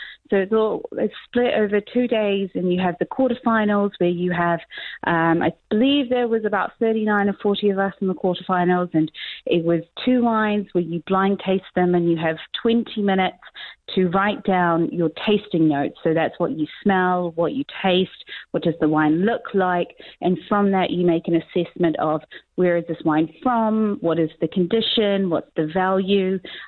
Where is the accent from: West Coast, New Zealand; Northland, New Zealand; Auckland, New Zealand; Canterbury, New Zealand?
Auckland, New Zealand; accent: New Zealand; moved away as an adult; now in London, United Kingdom; I'm from the North Shore. I moved over to London when I was 24